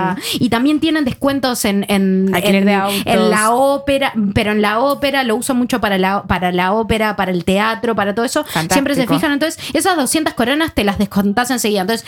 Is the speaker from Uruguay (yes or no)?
yes; Uruguay; now in Norway; yo como uruguaya, de que está muy acostumbrada al sistema de cooperativas y a esto de que tenés que tener antigüedad, una de las primeras cosas que hice acá en Noruega fue hacerme socia de OBOS.